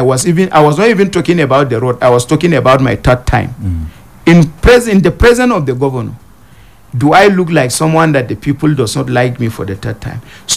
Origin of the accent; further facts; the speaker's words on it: Kanam, Plateau, Nigeria; I am from Kanam.